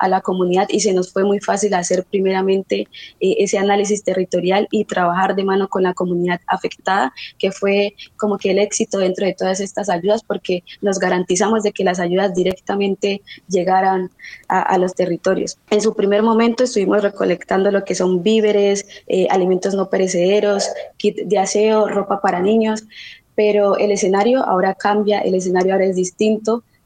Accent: Colombia; now in Palmira, Colombia

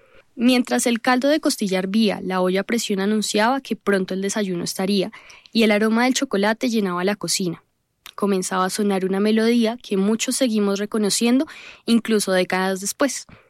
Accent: Colombia; marcaron la infancia de quienes crecieron en Colombia durante los años 80, 90 y, en mi caso, comienzos de los 2000.

